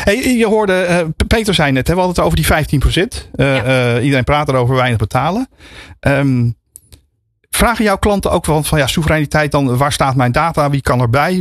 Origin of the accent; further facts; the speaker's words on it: Netherlands; Nou, hebben wij als Hollanders al heel lang geleden gezeten.